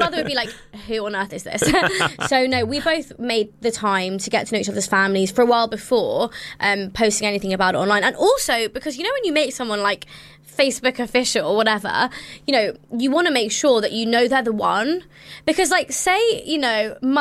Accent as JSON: {"language": "English", "country": "India", "said": "I'm also Indian. So whilst we're both Indian, we come from different states and we're different religions."}